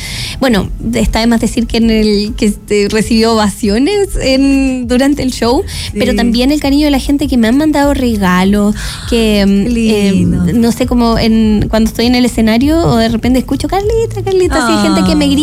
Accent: Valdivia, Los Ríos, Chile; yo soy de Valdivia.

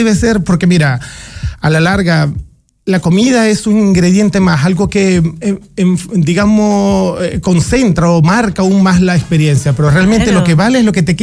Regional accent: Venezuela; moved away as an adult; now in Chile; Sí, yo soy de Venezuela.

